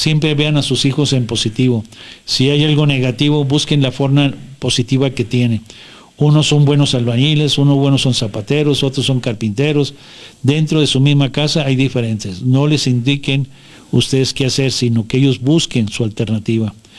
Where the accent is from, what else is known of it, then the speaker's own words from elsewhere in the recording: Mexico; No dejemos de declinar que somos mexicanos.